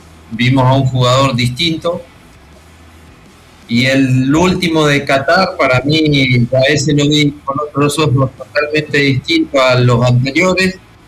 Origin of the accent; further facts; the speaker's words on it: Argentina; como argentino, lo disfruté muchísimo